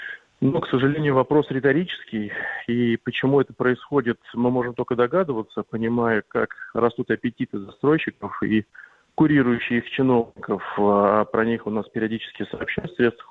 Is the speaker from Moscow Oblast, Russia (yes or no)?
yes; Podolsk, Moscow Oblast, Russia; В моем родном городе Подольске, например, в центральной улице уже платные парковки.